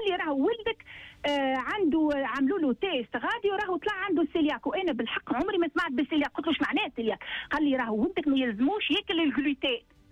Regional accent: Tunisia; now in England, United Kingdom; راجلي انجليزي وانا تونسيه وراجلي اسلم وعايشين.

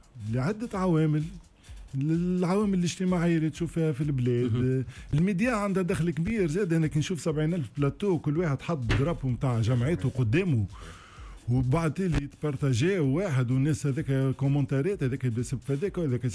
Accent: Tunisia

